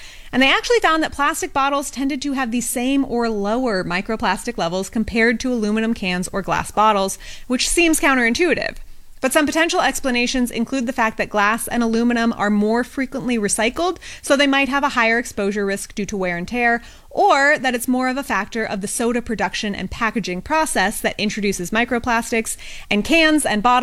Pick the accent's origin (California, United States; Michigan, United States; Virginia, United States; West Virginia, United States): California, United States; my home state of California